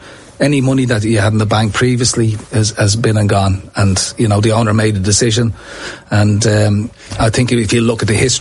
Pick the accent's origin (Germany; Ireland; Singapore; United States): Ireland; I suppose sometimes I felt, because I'm the Irish end of things, that I know the Irish market